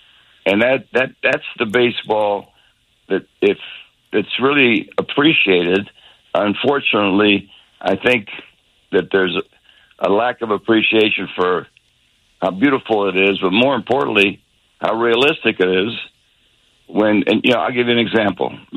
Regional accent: Tampa, Florida, United States; when I was born and raised in Tampa, Florida, my dad, my family, you know, it was all about baseball.

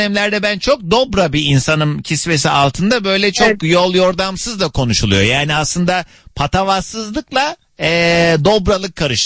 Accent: Kars, Turkey; bir Karslı olarak

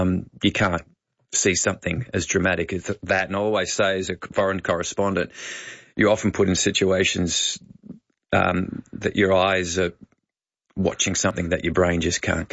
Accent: Bendigo, Victoria, Australia; I'm a boy from Bendigo. I was pretty young still then. I hadn't been in the US that long.

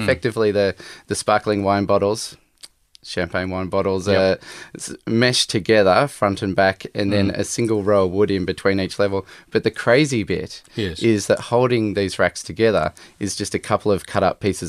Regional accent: Ararat, Victoria, Australia; I grew up in Ararat.

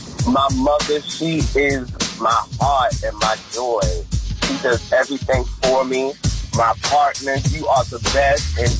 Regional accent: Baltimore, Maryland, United States; I'm from Baltimore, Maryland.

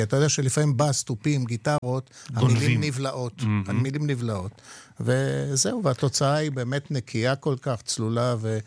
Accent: Tel Aviv, Tel Aviv District, Israel; first language Polish; Hebrew is a second language; also born or lived in Jaffa; גדלתי ברמת אביב, וברמת אביב היה אפשר להסתדר עם פולנית ועם יידיש. פולנית הייתה השפה הראשונה שבה נתקלתי.

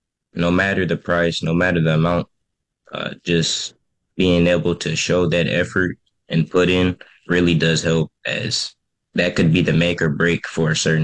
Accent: Dallas, Texas, United States; I'm from Dallas, Texas.

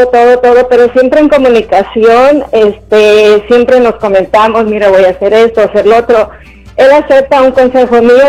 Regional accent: Michoacán, Mexico; que somos de Michoacán los dos.

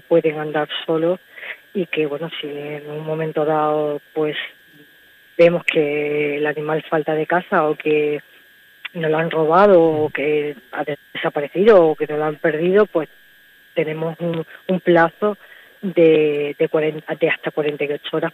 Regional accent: Brozas, Extremadura, Spain; yo soy natural de allí, yo nací en Brozas

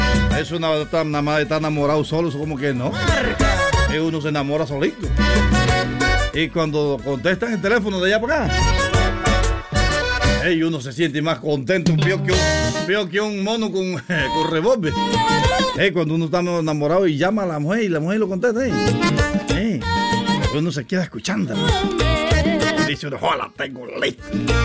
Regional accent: Veraguas, Panama; born there; moved away; En Pedernal de Santiago, allá donde nací

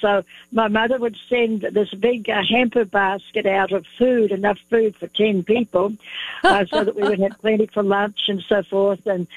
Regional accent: New Zealand; now in United States; That's right. And Bill was an American helicopter pilot, and we met on our farm in New Zealand.

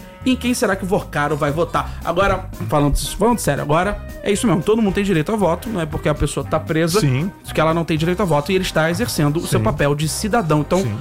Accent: Argentina; Sou argentino. Já mostrei, inclusive, aqui minha tatuagem da Argentina.

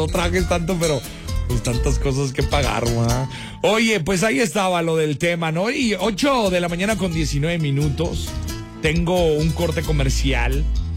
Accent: United States; born there; A mí siendo mexicano, pero pues tuve la dicha de nacer de este lado

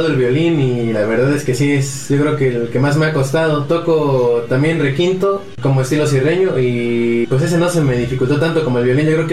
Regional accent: Hidalgo, Mexico; el huapango nos identifica como hidalguenses.

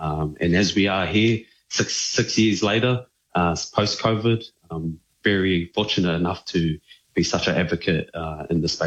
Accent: Tokoroa, Waikato, New Zealand; also born or lived in South Auckland; I am a proud New Zealand-born Cook Island Welsh descendant. I grew up in Tokoroa and South Auckland.

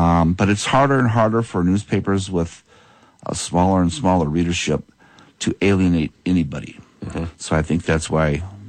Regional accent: Michigan City, Indiana, United States; moved away as an adult; start off my career all over Indiana and my hometown paper, Michigan City, Indiana.

